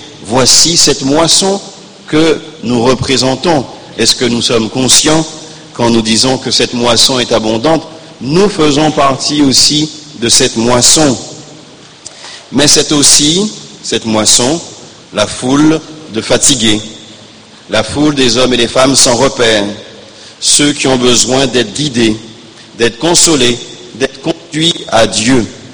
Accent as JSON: {"language": "French", "country": "Guadeloupe", "said": "chez nous en Guadeloupe"}